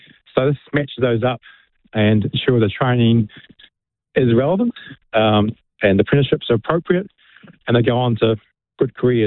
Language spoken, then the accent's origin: English; Wellington, New Zealand; I'm from Wellington